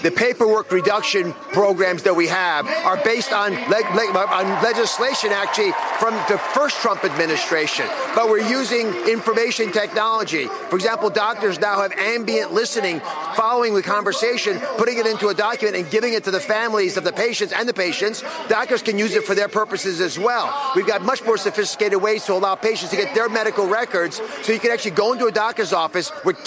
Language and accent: English; Pennsylvania, United States; I'm from Pennsylvania